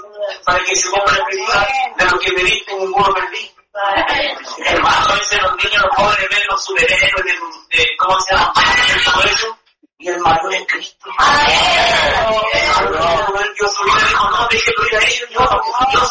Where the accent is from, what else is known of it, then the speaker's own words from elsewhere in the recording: Chile; nosotros somos chilenos. Dios nos dejó en este país, tenemos que hablar como chilenos.